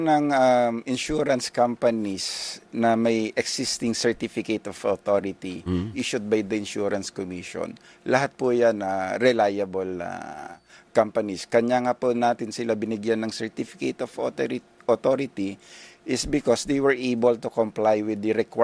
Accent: Ilocos Region, Philippines; Ilocano po ako, sir.

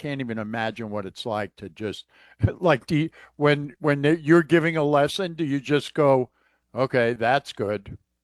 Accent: New York, United States; You know, I grew up on Long Island, but we used to go into the city to play pickup basketball

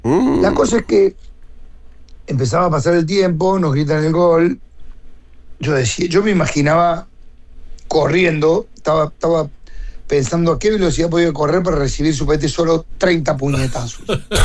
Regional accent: Córdoba, Argentina; soy de Córdoba.

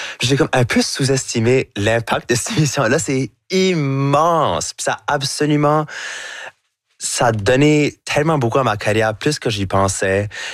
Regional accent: New Brunswick, Canada; accent: chiac; J'ai un accent qui va jamais être neutre. So, là, de complètement laisser ça aller, puis de faire tout ce que je fais avec mon accent, avec mon chiac. Pour moi, c'est comme, ah ben c'est bien plus fun parce que là, tout d'un coup, je peux comme apporter l'Acadie avec moi

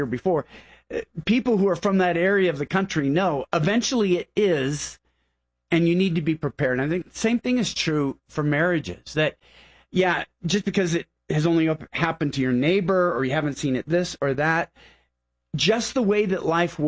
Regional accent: Pacific Northwest, United States; We're from Pacific Northwest. The thought of a hurricane is terrible.

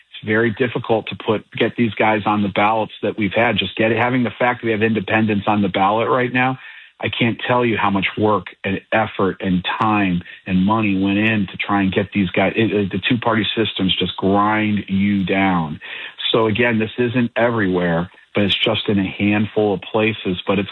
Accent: Cleveland, Ohio, United States; And I'm a diehard Cleveland Browns fan. Well, I didn't do it by choice. I did it because I come from Cleveland, and I'm so proud of my hometown, because my hometown is what gave my ancestors the American dream.

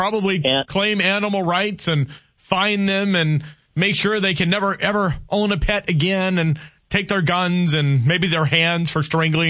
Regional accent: Louisiana, United States; I grew up in Louisiana

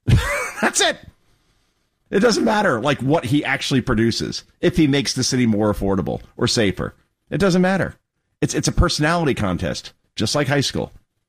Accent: New Jersey, United States; somebody who is half Irish, and as somebody who everybody thinks is Italian because my name ends in an A and I'm from Jersey

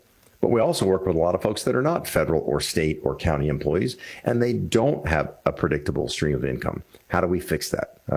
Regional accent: Washington, District of Columbia, United States; I grew up in the Washington, D.C. area.

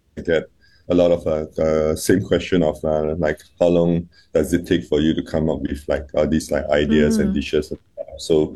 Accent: Henderson, Singapore; because we, our old place where I grew up itself was in Henderson. So we are kind of in between three different markets.

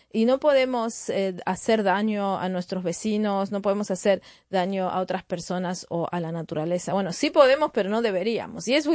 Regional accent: French Polynesia; Spanish is a second language; Bueno, yo vengo de Tahití. La relación que tenemos en Tahití con la naturaleza, la verdad, es algo que lo vemos día a día.

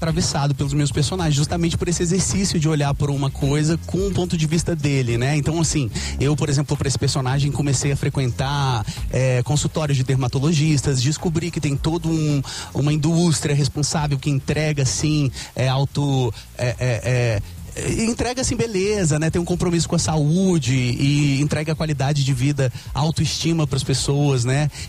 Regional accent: Brasília, Federal District, Brazil; Olha, eu saí da periferia de Brasília, sou da Quebrada, né? Ai, sou da Samambaia Norte, que é um lugar assim, que eu tenho muito carinho

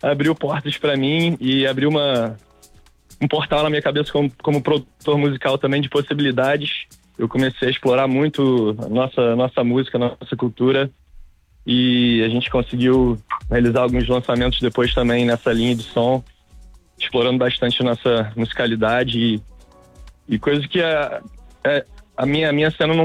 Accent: Rio de Janeiro, Brazil; Rio de Janeiro, praia de Copacabana. Sou nascido e criado aqui.

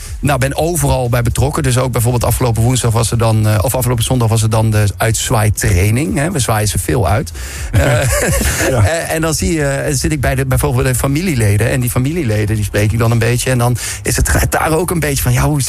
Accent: Netherlands; we houden natuurlijk van feest als Nederlanders zijn.

